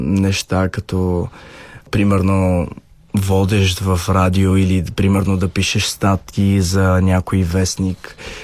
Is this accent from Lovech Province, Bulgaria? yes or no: no; Burgas, Burgas Province, Bulgaria; тъй като аз съм от Бургас